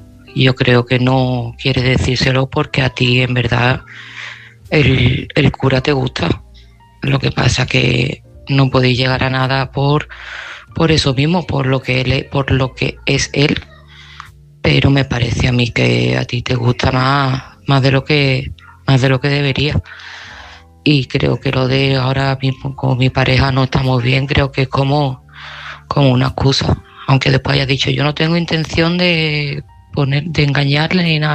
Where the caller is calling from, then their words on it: Seville, Andalusia, Spain; de Sevilla